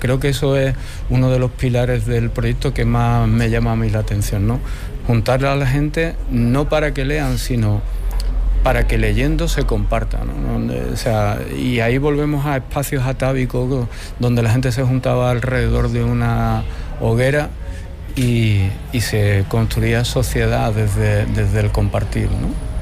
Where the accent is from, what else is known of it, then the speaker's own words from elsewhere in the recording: Andalusia, Spain; Y para nosotros como andaluces y como andaluces más